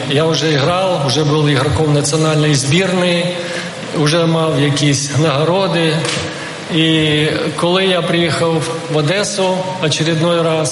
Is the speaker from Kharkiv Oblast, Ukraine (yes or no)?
no; Odesa Oblast, Ukraine; moved away; Є такі не зовсім благополучні райони Молдаванка і Пересип. Я з Пересипи